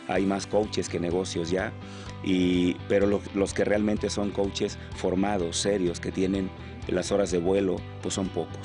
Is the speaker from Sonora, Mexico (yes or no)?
no; Acapulco, Guerrero, Mexico; Bueno, soy acapulqueño, nací en Acapulco. En Acapulco no hay cobijas, le llamamos sábanas en Acapulco.